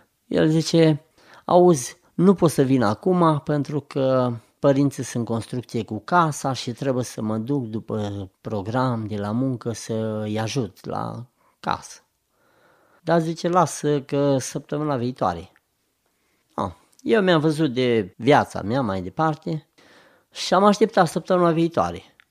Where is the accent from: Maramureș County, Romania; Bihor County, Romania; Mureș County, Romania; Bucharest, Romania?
Bihor County, Romania; born there